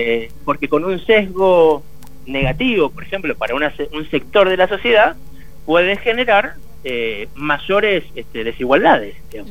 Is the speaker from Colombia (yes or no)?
no; Argentina